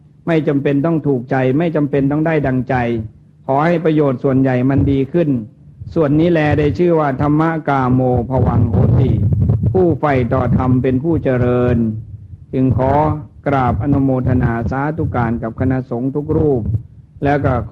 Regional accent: Isan, Thailand; ยังเป็นเอกลักษณ์ลูกอีสานอยู่ลูกชาวนาชาวไร่

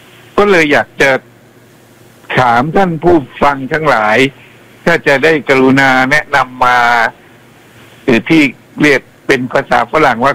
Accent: Bangkok, Thailand; ก็เพราะว่าผมเป็นคนกรุงเทพที่อยู่คอนโดมิเนียมสูงอยู่ชั้น24 อยู่แถวบางพลัดเนี่ยนะฮะ

